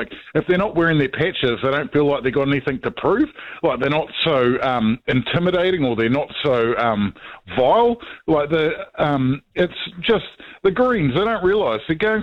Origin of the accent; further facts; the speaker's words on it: Tauranga, Bay of Plenty, New Zealand; Because like Matt said, I'm from Tauranga, and the gang patch